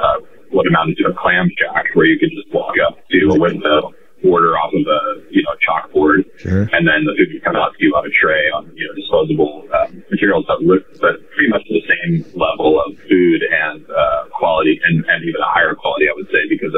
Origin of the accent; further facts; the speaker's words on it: Oregon, United States; I grew up on the Oregon coast, like I was telling you earlier, and my dad's an avid outdoorsman, so I grew up around an incredible product that was straight from the source.